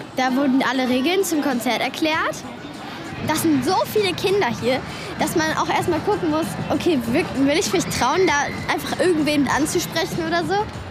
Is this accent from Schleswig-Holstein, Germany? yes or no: yes; Ahrensburg, Schleswig-Holstein, Germany; bin 11 Jahre alt, ich komme aus Ahrensburg